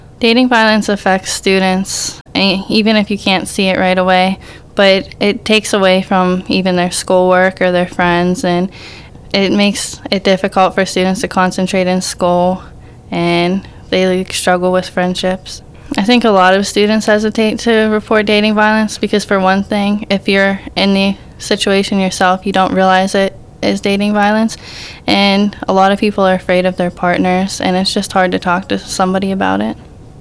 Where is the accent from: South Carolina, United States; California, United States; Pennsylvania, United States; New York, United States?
Pennsylvania, United States; South Allegheny; I'm 16 from South Allegheny.